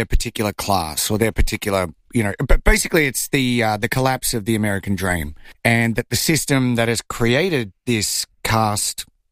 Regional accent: Brisbane, Queensland, Australia; I'm from Brisbane.

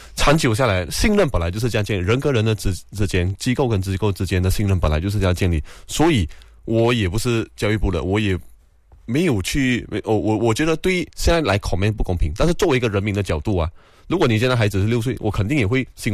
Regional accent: Malaysia

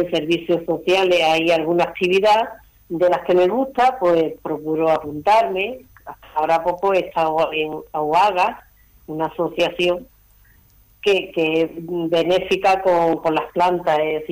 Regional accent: Málaga, Andalusia, Spain; Mira, yo no soy directamente de aquí, yo soy de Las Flores.

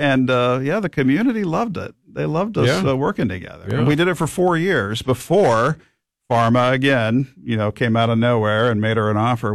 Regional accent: Mansfield, Ohio, United States; So right after college, 1993, my hometown, Mansfield, Ohio, a little independent, low-power television station

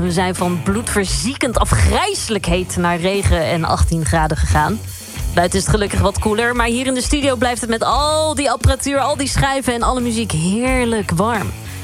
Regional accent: Rotterdam, South Holland, Netherlands; Ik zelf kom uit Rotterdam.

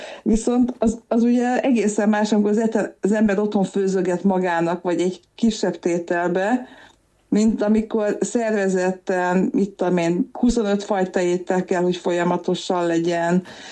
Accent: Budapest, Hungary; Hát nekem a gyerekkorom az elég vegyes, mert Budapest pesti vagyok, de viszont a családnak a másik fel a Somogyból, Kaposvárról származik

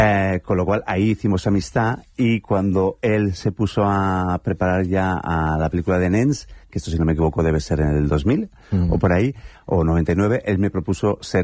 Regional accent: Valencian Community, Spain

